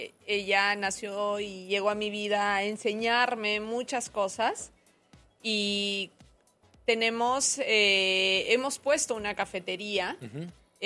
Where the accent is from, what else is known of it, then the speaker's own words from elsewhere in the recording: Arequipa, Peru; Nosotras somos de Arequipa. Y mis papás tuvieron un restaurante en Arequipa